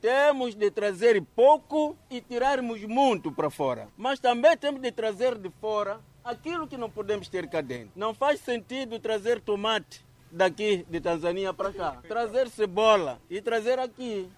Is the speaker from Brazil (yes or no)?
no; Mozambique; nós, como moçambicanos, a nossa agenda, a agenda comum é lutarmos para sairmos da dependência econômica.